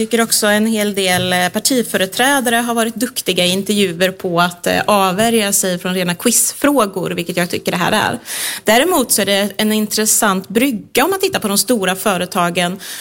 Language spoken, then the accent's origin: Swedish; Hallsberg, Örebro County, Sweden; jag uppskattar ju flyttningen till min hemort Hallsberg med alla tågreferenser